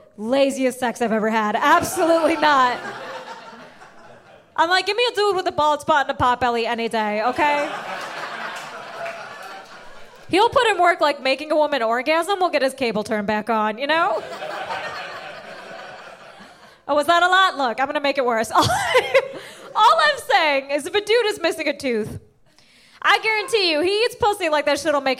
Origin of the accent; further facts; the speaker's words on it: Illinois, United States; I grew up in Illinois. I used to work at a county fair.